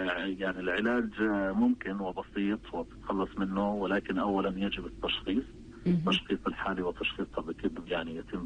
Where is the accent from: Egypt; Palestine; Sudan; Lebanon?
Palestine; عندنا في فلسطين